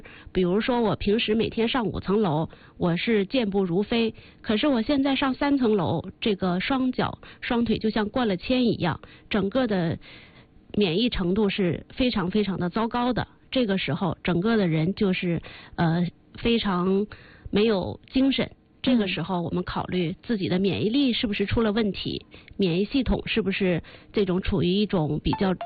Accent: Northeast China, China; accent: Northeastern (Dongbei); 咱们说东北话嘛

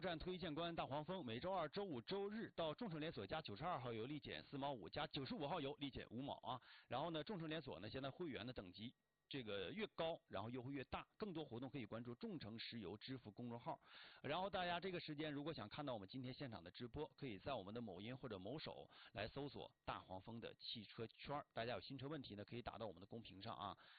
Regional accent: Northeast China, China; 咱们东北人

